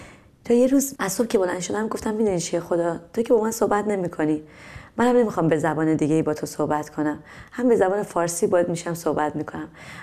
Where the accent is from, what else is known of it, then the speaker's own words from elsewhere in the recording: Iran; من از یه خانواده مذهبی خیلی شدیدی هستم توی ایران و توی خانواده بزرگ شدم و خانواده من تمام تعالیم مذهبی رو به من دادن